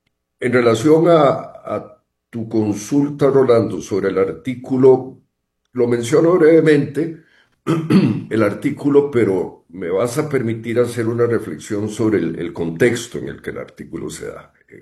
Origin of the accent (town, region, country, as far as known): Costa Rica